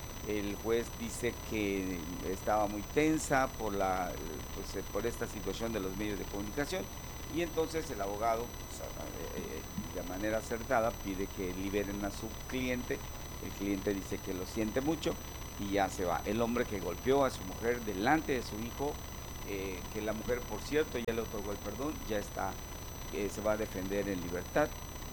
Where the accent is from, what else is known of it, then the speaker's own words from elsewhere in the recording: Spain; born there; Nosotros, que somos españoles de nacimiento, pues le fuimos a España